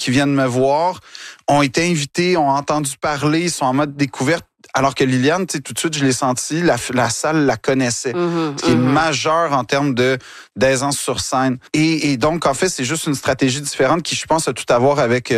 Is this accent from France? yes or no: no; Quebec, Canada; C'est quand je dis que je suis Québécois jusqu'au bout des doigts, mais c'est je le sens à tous les jours.